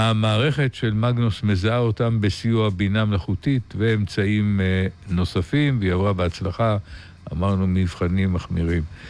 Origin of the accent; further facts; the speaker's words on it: Rehovot, Central District, Israel; מרחובות, עיר הולדתי